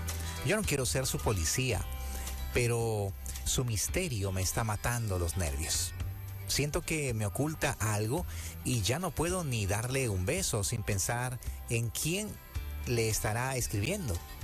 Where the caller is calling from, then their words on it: Asunción, Paraguay; soy Asunción o soy de Asunción, Paraguay.